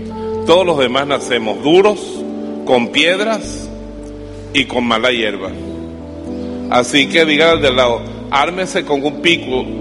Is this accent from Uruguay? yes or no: no; Venezuela; also born or lived in Colombia / Spain; Yo soy venezolano, pero estudié el seminario en Caracas, en Colombia y en España. Y en ese retiro en Colombia, en Antioquia, yo hablo antioqueño, perfecto.